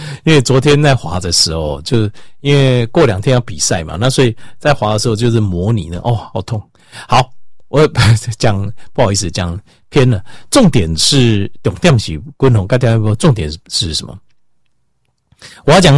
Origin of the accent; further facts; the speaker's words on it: Taiwan